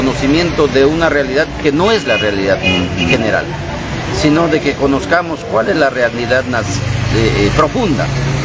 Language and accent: Spanish; Copallín, Amazonas, Peru; Bagua, que es nuestra casa, recordemos que yo soy de Copallín